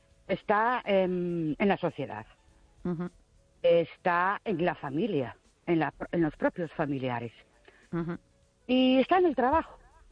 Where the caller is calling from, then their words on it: Ourense, Galicia, Spain; Buenas noches … de Orense.